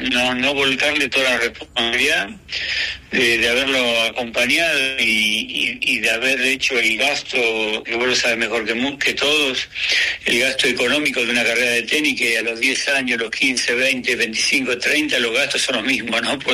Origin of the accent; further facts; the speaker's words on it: Argentina; somos argentinos y por algo nos vienen a buscar de todos lados, ¿no?